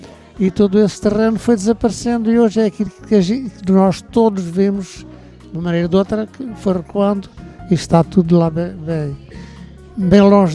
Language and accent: Portuguese; Algarve, Portugal; now in Belém, Lisbon, Portugal; porque eu não sou de cá. Sou do Algarve. É aqui, moro a partir dos anos 40, 50, 60, pouco mais ou menos. Portanto, já daqui a uns aninhos que moro aqui.